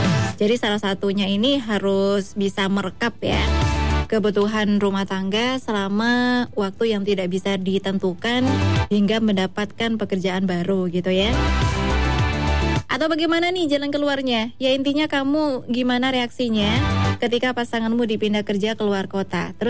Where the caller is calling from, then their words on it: Pasuruan, East Java, Indonesia; Selamat malam Mbak Alvira, aku dari Pasuruan Kota nih.